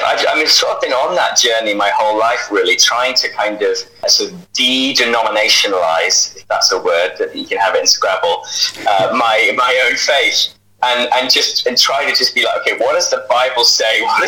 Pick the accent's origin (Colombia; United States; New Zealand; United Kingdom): United Kingdom; Twickenham, London; moved away as an adult; also born or lived in Aberystwyth; now in Canada; I born and raised in Twickenham. No, I'm not a rugby player or fan, but I was born and raised there. Then moved to Aberystwyth